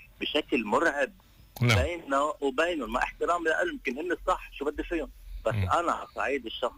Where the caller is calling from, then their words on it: Lebanon; أنا كإنسان كمواطن لبناني